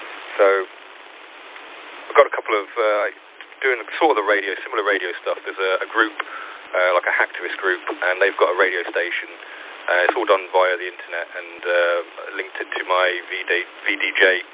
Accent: St Helens, North West England, United Kingdom; St. Helens, my hometown. Kind of a shame that I'm back here, really.

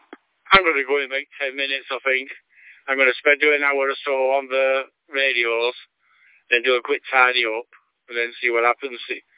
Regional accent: North West England, United Kingdom; I still say I'm from Lancashire.

